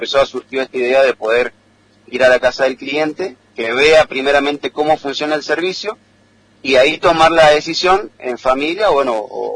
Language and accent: Spanish; San Rafael, Mendoza, Argentina; tenemos el mismo código área de Malargüe, nosotros somos de San Rafael, así que estamos en permanente contacto con Malargüe.